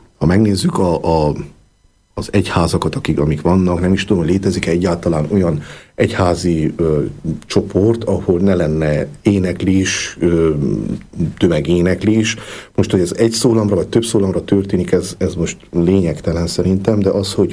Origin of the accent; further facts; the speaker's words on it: Sfântu Gheorghe, Covasna, Romania; moved away as an adult; also born or lived in Piatra Neamț; now in Cluj-Napoca, Romania; én Sepsiszentgyörgyön születtem